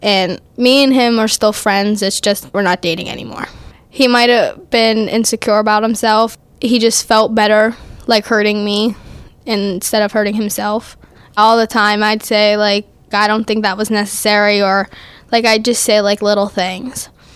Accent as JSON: {"language": "English", "town": "South Allegheny", "region": "Pennsylvania", "country": "United States", "said": "I'm 14, and I'm from South Allegheny."}